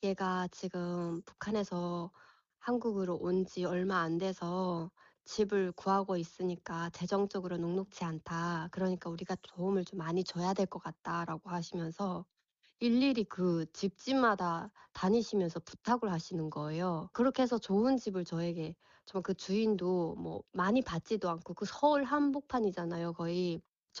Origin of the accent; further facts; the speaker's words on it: North Korea; accent: North Korean; now in South Korea; 제가 말투나 이런 것들이 다 북한에서 온 말투였었거든요.